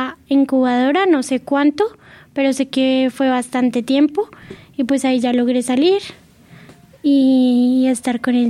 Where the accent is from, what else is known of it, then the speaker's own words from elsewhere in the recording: Bogotá, Colombia; born there; Bueno, nací en Bogotá, soy ciega de nacimiento, nací de 5 meses y medio